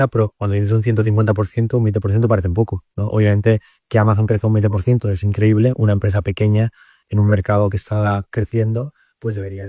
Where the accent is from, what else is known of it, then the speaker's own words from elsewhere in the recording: Castellón de la Plana, Valencian Community, Spain; also born or lived in Bologna; yo quería solucionar un problema en Castellón, mi ciudad natal